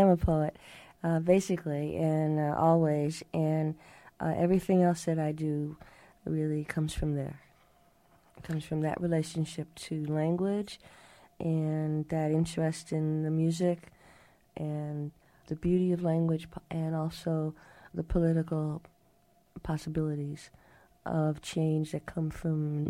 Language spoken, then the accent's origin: English; New York City, New York, United States; also born or lived in Harlem, New York; When I was growing up in Bedford-Stuyvesant